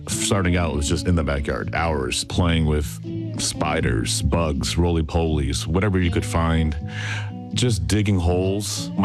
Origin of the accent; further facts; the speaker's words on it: Houston, Texas, United States; I grew up in Houston, Texas. The house was built sometime in the 70s.